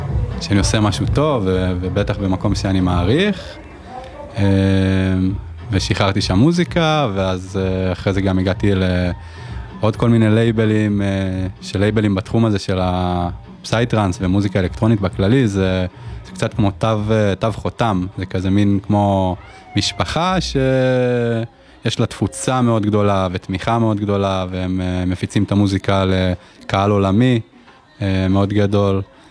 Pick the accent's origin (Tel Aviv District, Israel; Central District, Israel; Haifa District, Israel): Haifa District, Israel; Giv'at Ada; מאותה מושבה, גבעת עדה. גדלתי בגבעת עדה. כל הילדות, במושב חמוד, נעים. אז עוד היינו הולכים יחפים, היום זה כבר מדרכות